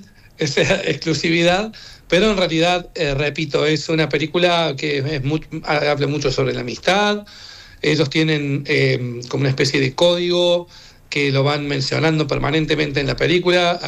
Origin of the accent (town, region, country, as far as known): Argentina